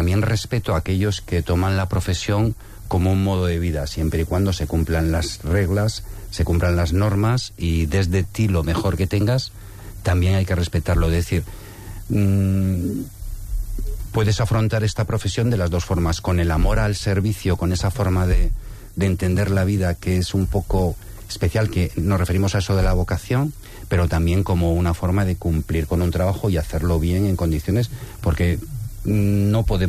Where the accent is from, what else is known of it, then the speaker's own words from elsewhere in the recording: Gijón, Asturias, Spain; also born or lived in Brussels; Yo me defino como asturiano de Gijón, ¿vale? Si tengo que recurrir a mi procedencia, pero yo realmente nací en Bruselas.